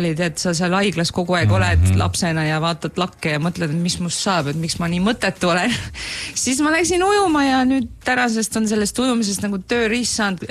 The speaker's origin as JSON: {"language": "Estonian", "town": "Merivälja", "region": "Harju County", "country": "Estonia", "said": "no see algas sellest , et ma olen Meriväljalt merineitsina no."}